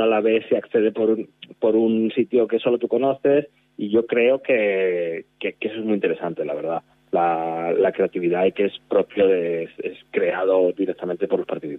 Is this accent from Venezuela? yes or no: no; Santander, Cantabria, Spain; also born or lived in Madrid; Bueno, yo soy cántabro, soy de Santander, y entonces también me quedo a veces alucinando de los rincones, vamos, que hay en Cantabria, ¿no?